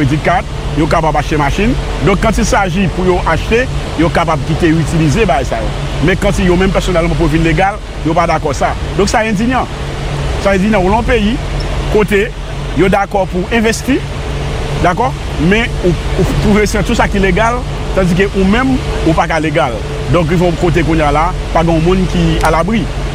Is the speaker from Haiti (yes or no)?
yes; Haiti; Donc nous-mêmes haïtiens, nous avons dit place nous pas là